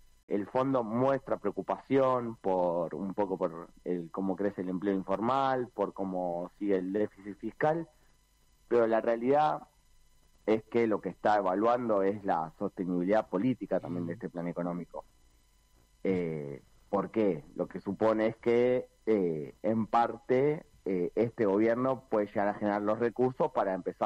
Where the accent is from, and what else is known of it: Argentina